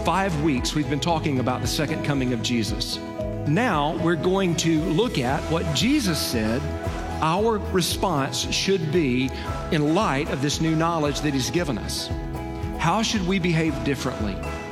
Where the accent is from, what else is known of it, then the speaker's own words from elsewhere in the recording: Alabama, United States; But I grew up in North Alabama, in Lawrence County, Alabama. We grew up on a cattle ranch, and it was Charlet cattle surrounding our home.